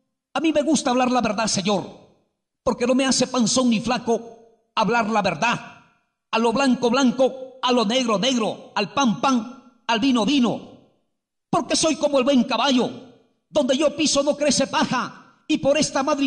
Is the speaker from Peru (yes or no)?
yes; Salas, Penachí, Lambayeque, Peru; somos de San Las Penachí, de San Las Penachí